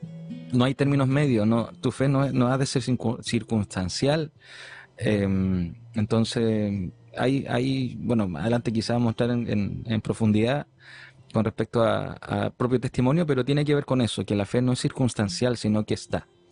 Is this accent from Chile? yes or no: yes; Chile; now in Temuco, Chile; Y desde aquí haciendo, como decimos en Chile, haciendo patria, haciendo con la música.